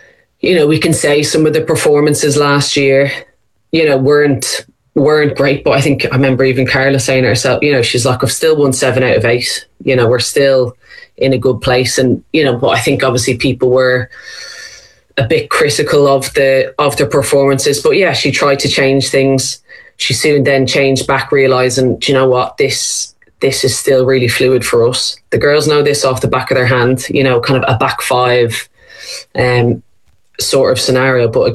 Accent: Ireland; You love that as a, you know, as an Irish player, kind of you know, really trying to come out of those shadows of an underdog.

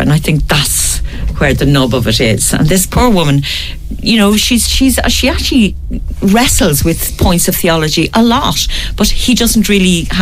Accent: Ireland; and as Irish people, we always try to find out, has somebody actually been to that? Did you like it? You know, we're very good at that.

